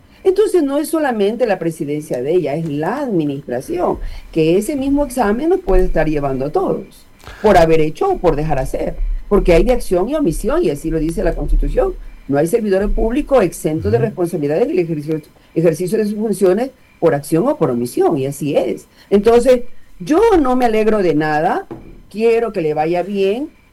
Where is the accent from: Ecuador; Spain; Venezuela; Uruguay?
Ecuador; es una pena como ecuatoriana.